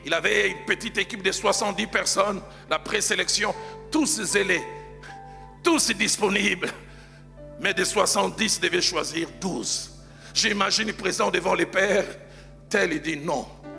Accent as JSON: {"language": "French", "region": "Kinshasa", "country": "DR Congo", "said": "Chez moi à Kinshasa"}